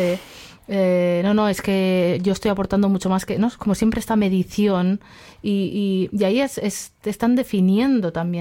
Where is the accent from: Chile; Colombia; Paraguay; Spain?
Spain; Aragon